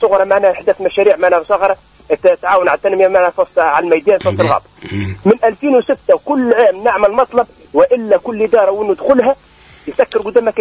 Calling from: Tunisia; أنا كمواطن تونسي

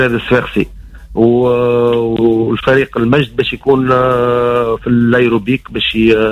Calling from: Sfax, Sfax Governorate, Tunisia; عندنا في صفاقس

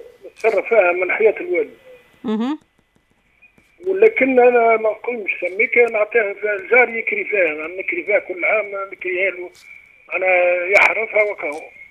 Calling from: Tunisia; من قلعه الخف.

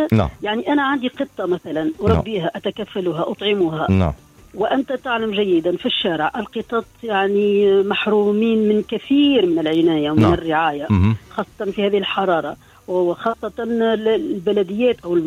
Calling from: Tunisia

